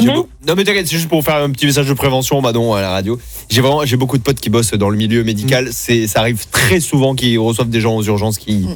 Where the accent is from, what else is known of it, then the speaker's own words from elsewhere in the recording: Mont-de-Marsan, Nouvelle-Aquitaine, France; parce que moi, je viens d'une petite ville de Mont-de-Marsan.